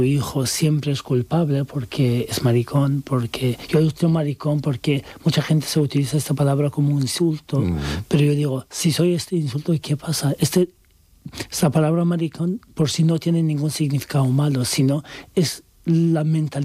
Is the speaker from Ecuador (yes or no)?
no; Turkey; Spanish is a second language; now in Spain; Da igual que seas también turco, porque digo, soy turco y podía pasar más